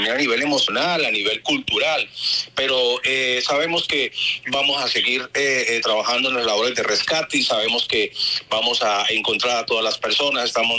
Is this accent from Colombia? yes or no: yes; Colombia